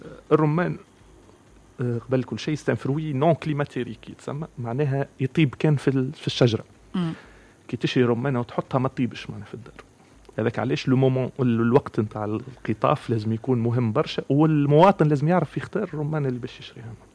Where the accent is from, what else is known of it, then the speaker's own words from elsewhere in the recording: Tunisia; وعندنا في تونس